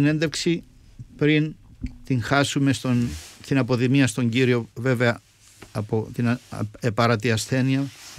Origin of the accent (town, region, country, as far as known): Cyprus; moved away